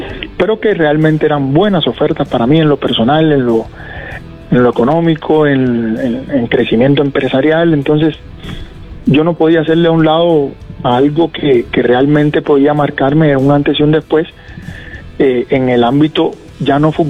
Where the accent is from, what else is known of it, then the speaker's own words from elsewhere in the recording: Cuba; moved away as an adult; now in Costa Rica; Yo vengo humildemente de Cuba, de que la cosa fuera muy difícil